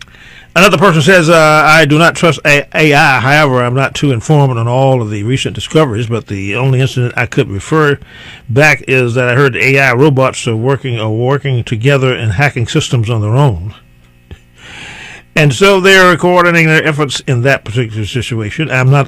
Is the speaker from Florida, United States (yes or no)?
no; North Carolina, United States; Yeah, North Carolina.